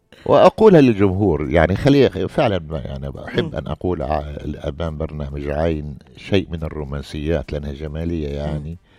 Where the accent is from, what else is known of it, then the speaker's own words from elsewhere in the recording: Jordan; moved away; أنا مسلم من الأردن